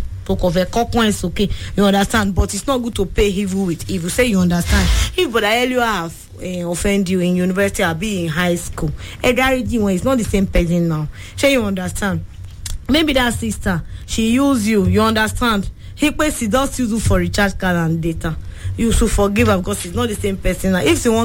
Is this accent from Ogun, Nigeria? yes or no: yes; Abeokuta, Ogun, Nigeria